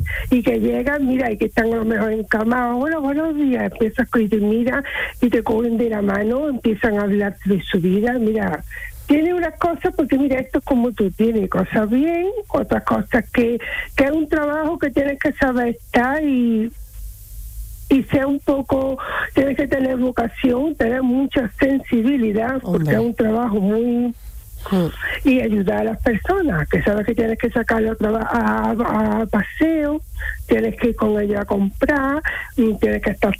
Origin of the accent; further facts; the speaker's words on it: Córdoba, Andalusia, Spain; Pues mira, yo soy de Córdoba capital.